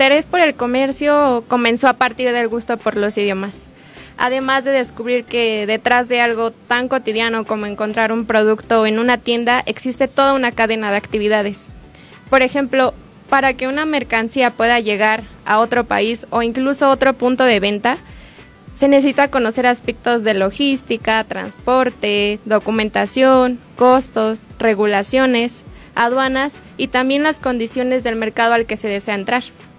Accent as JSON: {"language": "Spanish", "town": "Ciudad Sahagún", "region": "Hidalgo", "country": "Mexico", "tie": "born or raised there", "said": "soy originaria de Ciudad Sahagún, Hidalgo"}